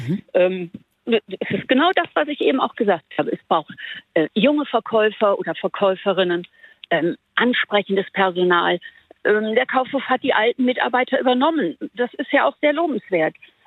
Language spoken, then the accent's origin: German; Wuppertal, North Rhine-Westphalia, Germany; Ich komme hier aus Wuppertal.